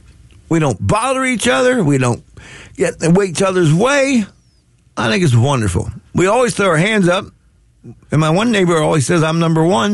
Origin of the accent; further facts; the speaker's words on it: United States; as an American citizen